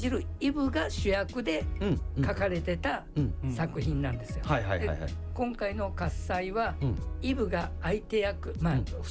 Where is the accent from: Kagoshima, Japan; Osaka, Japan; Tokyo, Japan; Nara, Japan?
Osaka, Japan; で僕大阪出身なんですけど。